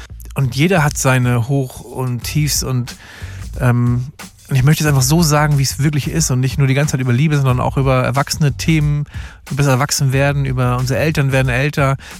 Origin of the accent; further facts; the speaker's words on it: Ratekau, Schleswig-Holstein, Germany; born there; accent: northern German; also born or lived in Berlin; bin in Berlin groß geworden die ersten Jahre und durch verschiedene Pflegefamilien durch. Und irgendwann hat mich eine Familie aus dem Norden geholt, Lübeck, genau zu sein, Rathekau, ein kleines Dörfchen, Nähe Timmendorfer Strand.